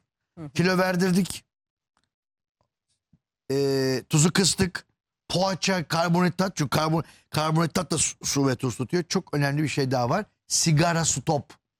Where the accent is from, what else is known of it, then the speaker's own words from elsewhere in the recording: İzmir, Turkey; Evet İzmirliyim.